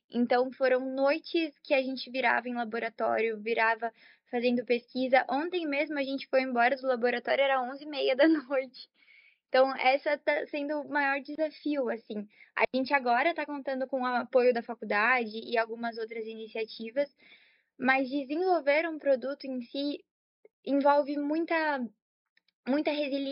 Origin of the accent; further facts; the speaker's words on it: São Paulo, Brazil; moved away as an adult; now in Curitiba, Brazil; Eu sou de São Paulo e eu vim para cá, para Curitiba, só para fazer na PUC